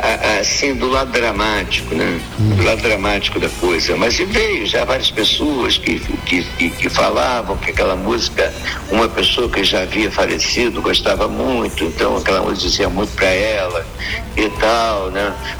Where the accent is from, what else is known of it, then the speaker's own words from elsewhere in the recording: Niterói, Rio de Janeiro, Brazil; Sou de Niterói.